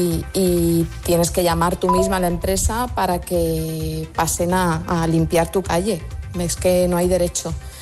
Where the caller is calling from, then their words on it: Torrevieja, Valencian Community, Spain; Yo soy vecina de Torrevieja